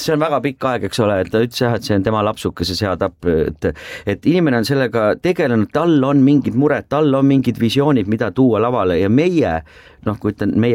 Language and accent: Estonian; Tallinn, Harju County, Estonia; mina olen linnapoiss ja tallinlane eluaeg olnud